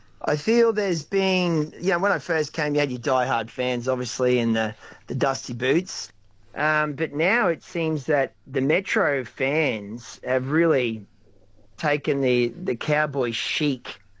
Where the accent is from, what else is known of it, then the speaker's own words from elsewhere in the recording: Townsville, Queensland, Australia; moved away; I grew up in Townsville.